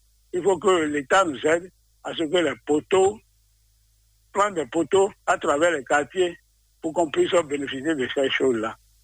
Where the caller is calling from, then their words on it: Benin; Bon, chez nous, à Tinkpon